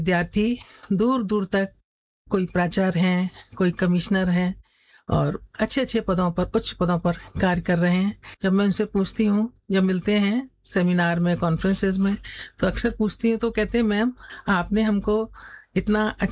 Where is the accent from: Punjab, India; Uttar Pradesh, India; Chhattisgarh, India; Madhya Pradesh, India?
Uttar Pradesh, India; Firozabad; born there; मेरा जन्म 1961 में हुआ था, फिरोजाबाद में